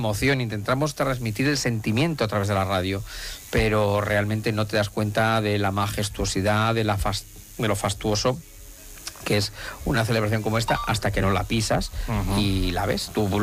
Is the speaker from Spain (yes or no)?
yes; Castilla-La Mancha, Spain; now in Toledo, Spain; aunque yo soy manchego, pero ya son tantos años también aquí y mi vida transcurre entre el Toledo y la Mancha